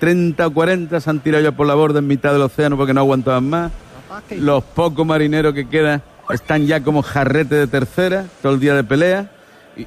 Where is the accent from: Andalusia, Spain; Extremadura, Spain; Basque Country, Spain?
Andalusia, Spain; La Línea de la Concepción; pero yo soy de la línea, soy de la Atunara.